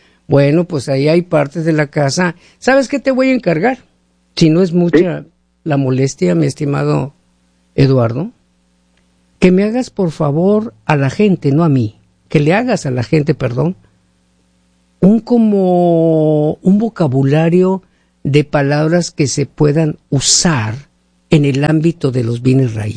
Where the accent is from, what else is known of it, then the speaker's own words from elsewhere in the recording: Mexico; Fíjate nomás, y muchos venimos de México, como tú y yo.